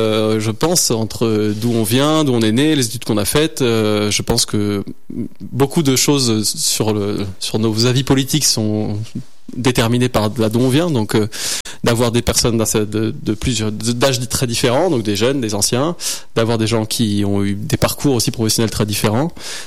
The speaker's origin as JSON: {"language": "French", "town": "Grenoble", "region": "Auvergne-Rhône-Alpes", "country": "France", "tie": "born or raised there", "also_born_or_lived": "Saint-Martin-d'Hères / Paris / Dijon", "said": "Je suis grenoblois. Je suis né à Saint-Martin-d'Hères. Oui. J'ai grandi à Grenoble et j'ai fait mes études à Grenoble."}